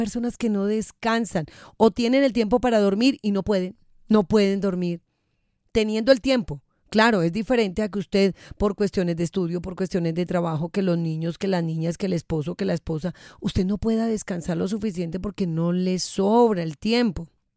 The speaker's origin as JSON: {"language": "Spanish", "region": "Boyacá", "country": "Colombia", "said": "Boyacá, mi tierra querida"}